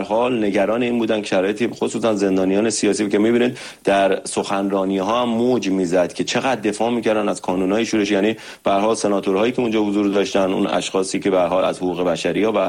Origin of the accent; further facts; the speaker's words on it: Iran; ما ایرانی هستیم